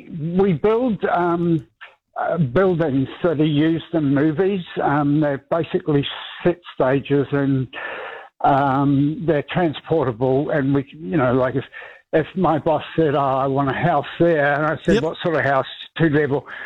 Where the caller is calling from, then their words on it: New Zealand; I'm a New Zealander.